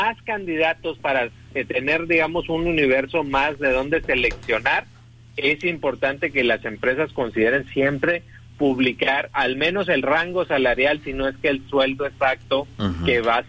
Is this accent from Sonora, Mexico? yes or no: yes; Hermosillo, Sonora, Mexico; also born or lived in Guaymas, Mexico; yo nací en Guaymas, pero toda mi vida prácticamente he vivido aquí en Hermosillo. Solamente 2 años, mis primeros 2 años los viví en Guaymas.